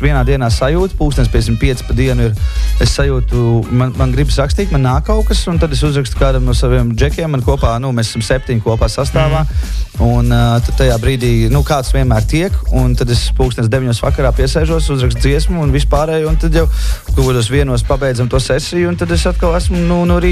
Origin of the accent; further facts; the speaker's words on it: Jelgava, Zemgale, Latvia; kur mēs tiekamies Jelgavā 26. Manā dzimtajā pilsētā